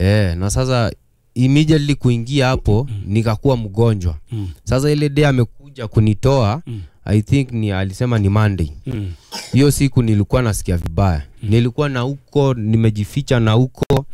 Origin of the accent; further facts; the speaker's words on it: Mwatate, Taita-Taveta County, Kenya; Kwetu ni huko Taita.